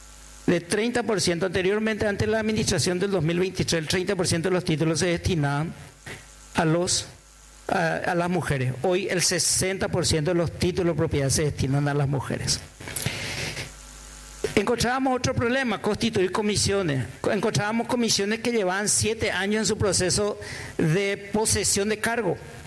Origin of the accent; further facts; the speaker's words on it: Paraguay; el modelo participativo que elegimos los paraguayos.